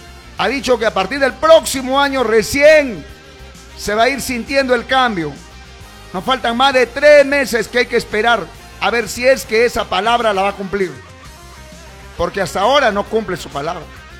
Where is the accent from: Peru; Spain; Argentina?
Peru; mi pueblo peruano.